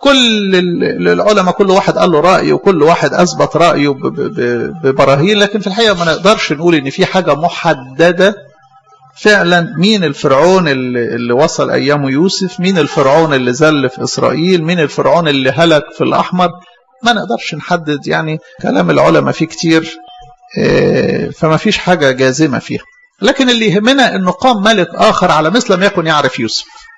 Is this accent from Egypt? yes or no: yes; Egypt; احنا مصريين، وانا اموت في تراب مصر بصراحة،